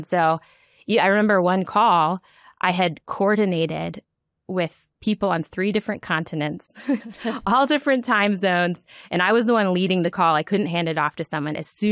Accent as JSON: {"language": "English", "town": "Virginia Beach", "region": "Virginia", "country": "United States", "said": "So I'm from Virginia Beach, where Regent is."}